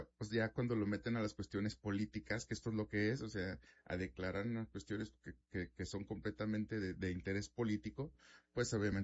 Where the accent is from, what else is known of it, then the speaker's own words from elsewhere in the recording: Mexico; no sé si me va a incluir como mexicano